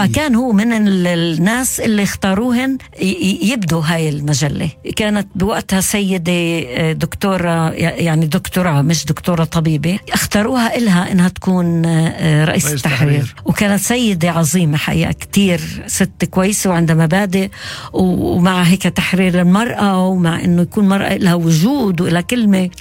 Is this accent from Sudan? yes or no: no; Palestine; فبيسألني جهاد الخازن … انت من وين؟ قلت له انا فلسطينية.